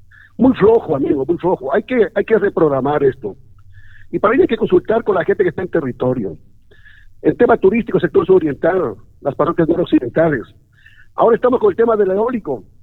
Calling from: Chuquiribamba, Loja, Ecuador; Yo soy de Chuquibamba, amigo mío.

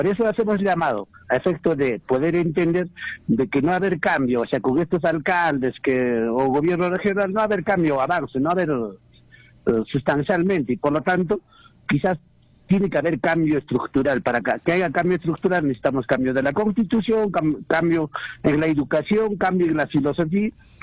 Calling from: Juliaca, Puno, Peru; de aquí de Juliaca.

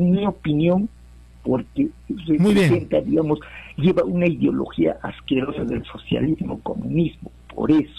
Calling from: Juliaca, Puno, Peru; de acá de Juliaca.

